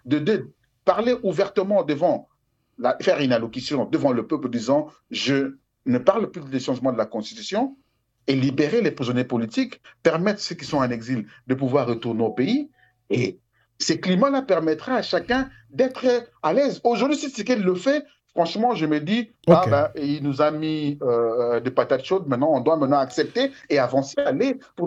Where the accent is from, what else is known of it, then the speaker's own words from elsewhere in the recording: DR Congo; also born or lived in Sankuru / Eastern DR Congo; je suis un Congolais. Je suis une partie du Sankuru et une partie de l'Est du pays. Je suis de là et de l'autre côté un peu swahili. Je suis un Congolais